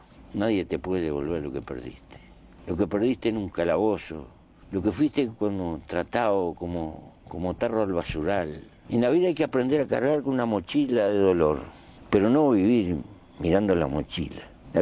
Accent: Uruguay

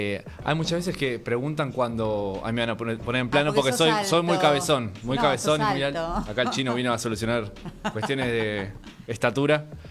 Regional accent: Mar del Plata, Buenos Aires Province, Argentina; moved away as an adult; now in Buenos Aires, Argentina; Yo soy de Mar del Plata, me mudé acá. Soy un nuevo porteño de hace 2 años.

